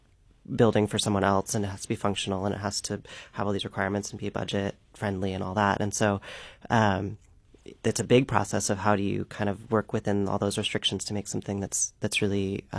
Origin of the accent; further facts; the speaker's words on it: Seattle, Washington, United States; moved away; also born or lived in Chicago; No, I actually grew up in Seattle and made my way.